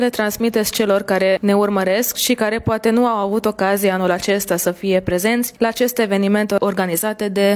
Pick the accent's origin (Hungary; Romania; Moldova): Hungary; De ce trebuie noi, ca români din Ungaria, să-i sărbătorim?